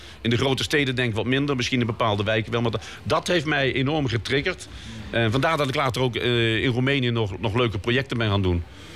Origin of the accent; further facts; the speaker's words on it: Limburg, Netherlands; had ik altijd het gevoel alsof ik terug was in mijn jeugd in Limburg. Want daar ging de deur niet op slot. En de buren stonden voor elkaar klaar.